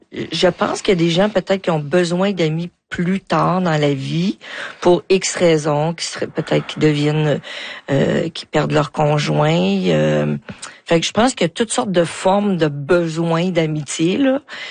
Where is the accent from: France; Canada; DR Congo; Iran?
Canada; Rouyn-Noranda, Quebec; Puis le privilège que j'ai, c'est que je suis née à Rouyn-Noranda.